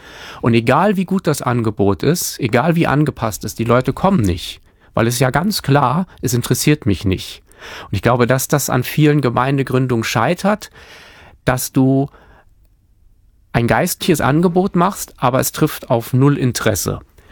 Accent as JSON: {"language": "German", "region": "Hamburg", "country": "Germany", "said": "ich bin ja selber Hamburger"}